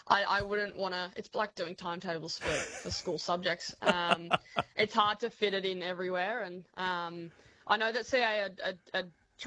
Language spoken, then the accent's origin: English; Sydney, New South Wales, Australia; I'm very excited to get back to Sydney, play in front of my home crowd.